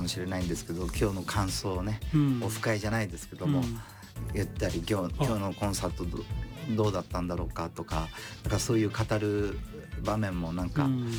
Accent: Sapporo, Hokkaido, Japan; now in Tokyo, Japan; 僕やっぱ北海道札幌出身なんで

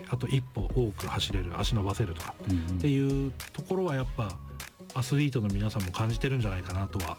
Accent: Niigata, Japan; 僕新潟出身なんですけど

